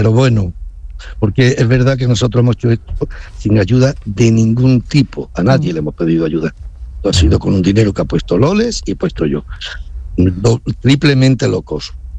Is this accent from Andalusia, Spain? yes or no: yes; Jaén, Andalusia, Spain; also born or lived in Granada province, Spain; yo soy de Granada, nací en Granada, en Tilar, pueblo de Granada, que me he criado en Jaén